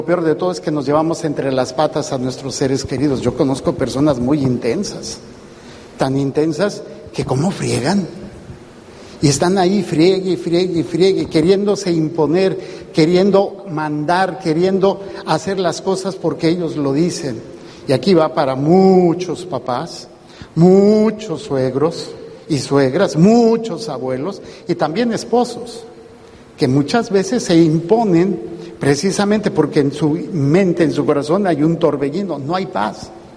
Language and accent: Spanish; Mexico City, Mexico; born there; en la parroquia donde nací, en la Pasión, la Sagrada Pasión, allá en la Ciudad de México.